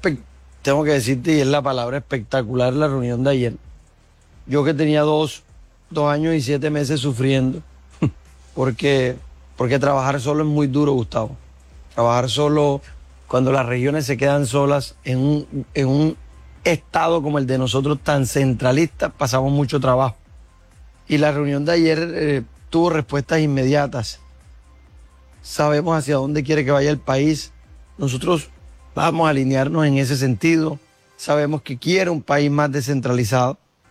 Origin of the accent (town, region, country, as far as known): Magangué, Bolívar, Colombia; born or raised there